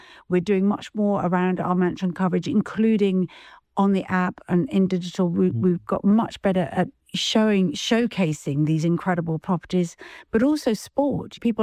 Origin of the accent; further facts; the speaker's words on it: United Kingdom; Well, whether it's because I'm British or not, I do think when you're trying to change culture in a storied organization like the Journal, it definitely helps if you're an outsider